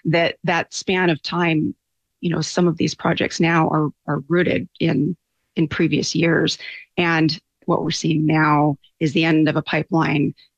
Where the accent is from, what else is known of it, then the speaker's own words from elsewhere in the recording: Tacoma, Washington, United States; moved away as an adult; now in Las Vegas, United States; I have now been in Vegas for 20 years, but I'm from Washington State. So a lot of that draws on autobiographical experience of growing up in the 70s in the overcast Pacific Northwest.